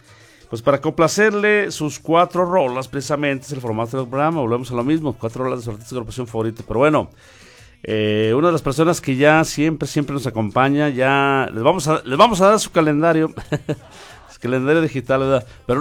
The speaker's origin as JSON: {"language": "Spanish", "town": "Fresnillo", "region": "Zacatecas", "country": "Mexico", "said": "porque es como ser mexicano, sentirse mexicano, zacatecano, frenillense, de otras tierras, etcétera."}